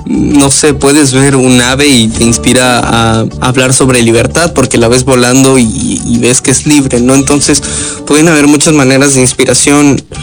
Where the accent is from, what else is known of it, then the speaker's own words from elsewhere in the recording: Chiapas, Mexico; decir con todo el orgullo que le tengo a mis lados, a mi estado, soy de Chiapas.